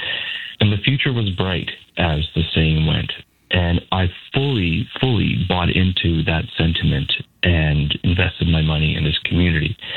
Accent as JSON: {"language": "English", "town": "Victoria", "region": "British Columbia", "country": "Canada", "tie": "born or raised there", "said": "I grew up in the city. I grew up in Victoria. And for a little while, we lived in Esquimalt."}